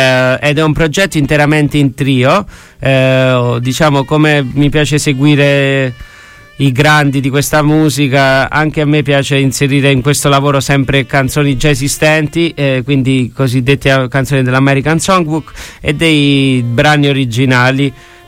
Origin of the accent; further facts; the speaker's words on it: Molise, Italy; also born or lived in Boston, United States; now in Rome, Italy; Geograficamente vengo dal Molise, la regione cosiddetta che non esiste, ma in realtà esiste.